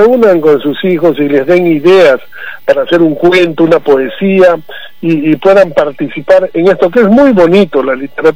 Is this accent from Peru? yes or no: yes; Quilca, Arequipa, Peru; born there; del distrito de Quilca, la tierra donde yo nací